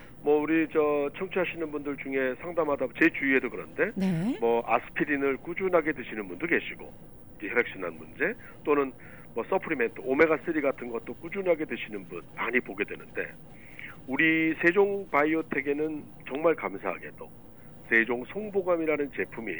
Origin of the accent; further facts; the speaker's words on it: South Korea; 고선미 씨도 그러고 저도 그러고 우리 한국 사람이면 솔잎 그러면 다들 잘 압니다.